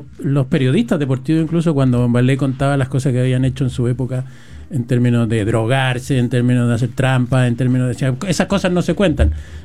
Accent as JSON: {"language": "Spanish", "country": "Chile", "said": "Nuestra, digo, como chileno."}